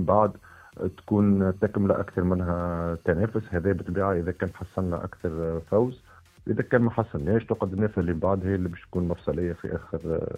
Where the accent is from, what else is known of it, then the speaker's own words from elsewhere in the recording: Tunisia; كنا نطالبوا بالنافذه هذه باش تكون موجوده عندنا في تونس